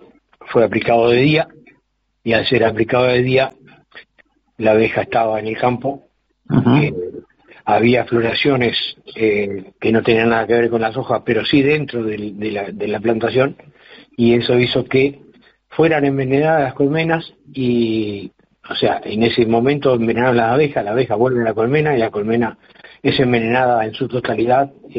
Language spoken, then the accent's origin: Spanish; Colonia, Uruguay; Yo soy de Hombre de la Valle, departamento de Colonia, una zona muy agrícola